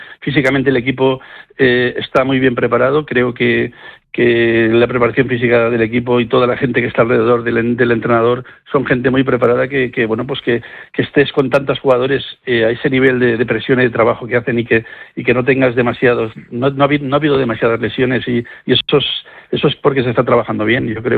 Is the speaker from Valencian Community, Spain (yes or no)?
yes; Castellón de la Plana, Valencian Community, Spain; la gente que somos de Castellón lo vivimos tal vez un pelín más